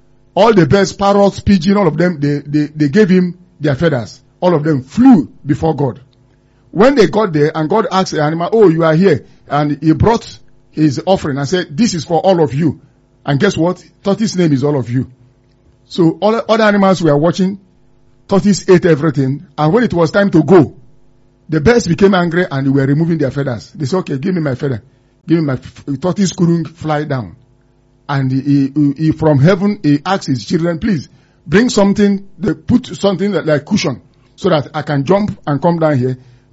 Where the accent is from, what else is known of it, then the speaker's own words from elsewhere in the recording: Anambra, Nigeria; I'm from Anambra State.